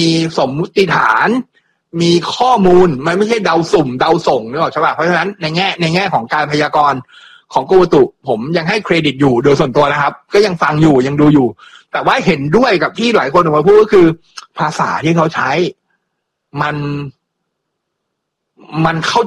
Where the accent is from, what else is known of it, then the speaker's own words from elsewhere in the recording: Dao Khanong, Bangkok, Thailand; also born or lived in Rom Klao; ตอนเด็กๆผมก็โตที่นู่นนะครับผมเกิดแถวดาวคะนองแต่ผมไปโตอยู่แถวร่มเก้าโตถึงอายุประมาณ4ขวบ5ขวบมั้งถึงจะกลับเข้ามาอยู่ในดาวคะนองอีกรอบนึง